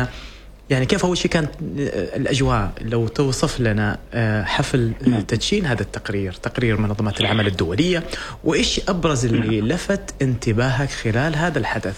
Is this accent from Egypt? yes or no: no; Oman; إحنا كعمانيين